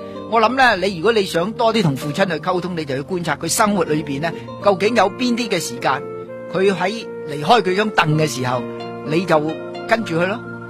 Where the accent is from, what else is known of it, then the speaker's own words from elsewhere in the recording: China; 呢个亦都系我哋中国人呢有时即系呢个系面子嘅问题嚟。